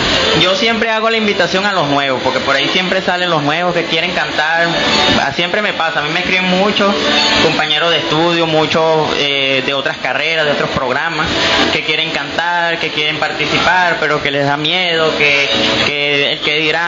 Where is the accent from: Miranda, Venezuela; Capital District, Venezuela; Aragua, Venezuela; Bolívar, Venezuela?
Aragua, Venezuela; Villa de Cura; now in San Juan de los Morros, Venezuela; yo soy de Villa de Cura, estado de Aragua.